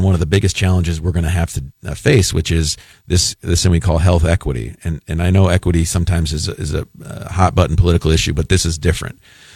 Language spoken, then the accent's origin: English; Michigan, United States; I'm from Southwest Michigan. My parents taught public school in Southwest Michigan.